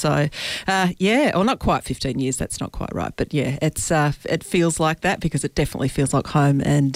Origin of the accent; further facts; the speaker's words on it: Ballarat, Victoria, Australia; also born or lived in Subiaco, Western Australia / Perth / Broome; now in Margaret River, Australia; So I've been in Western Australia for 24 years, but funnily enough, I grew up in Ballarat in Victoria, I was actually born in Subiaco. My parents just happened to be there at the time, so I was destined to come back.